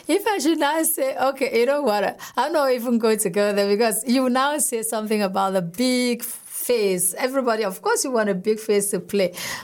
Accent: Nigeria; now in Austria; you do something as a Nigerian, and maybe the Austrians, the biological Austrians don't understand why you're doing it, and then maybe as a Nigerian too, you don't understand why the Austrians don't understand.

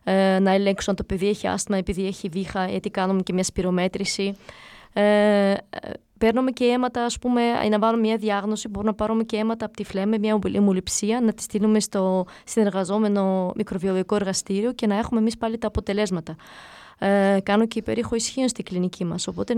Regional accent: Greece; είμαστε Έλληνες.

